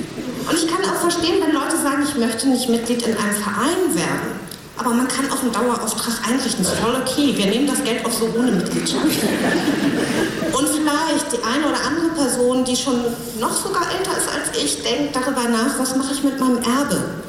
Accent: Buchholz in der Nordheide, Lower Saxony, Germany; ich bin in Buchholz groß geworden.

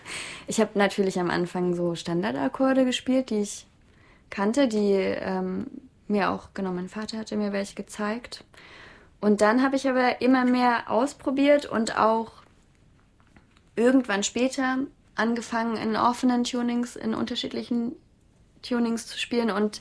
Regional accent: Ilmenau, Thuringia, Germany; now in Leipzig, Germany; also ich wurde in Leipzig geboren und bin in Thüringen-Ilmenau aufgewachsen.

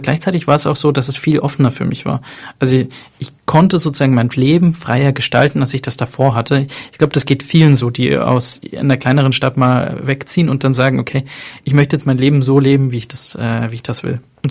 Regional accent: Tunisia; Habe ich halt gesagt, meine Mutter kommt aus Tunesien. Ich bin Tunesier.

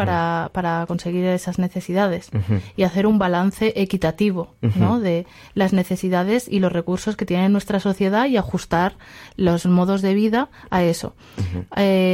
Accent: Aragon, Spain

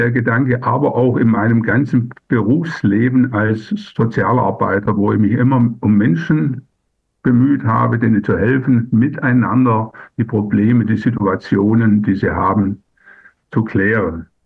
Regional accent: Germany; Ich bin 70 Jahre alt, aufgewachsen am Bodensee

